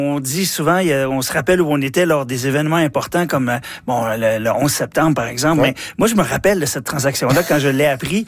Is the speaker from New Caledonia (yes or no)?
no; Canada; en tant que Canadien